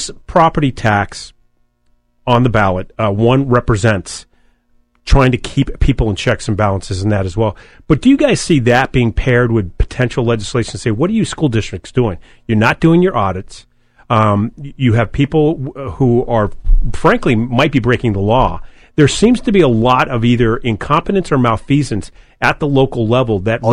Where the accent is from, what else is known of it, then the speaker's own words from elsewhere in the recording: Portsmouth, New Hampshire, United States; born there; also born or lived in Dover, New Hampshire; now in Rochester, United States; I've lived in a couple of different cities. You know, I was born in Portsmouth, and, you know, I was a police officer in Dover, but now I live in Rochester